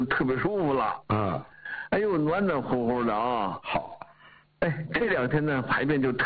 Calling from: Daqing, Heilongjiang, China; 我是大庆的听众

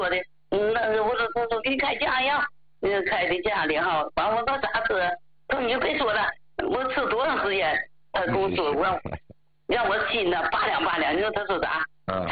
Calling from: Fushun, Liaoning, China; 我是来自辽宁抚顺的。

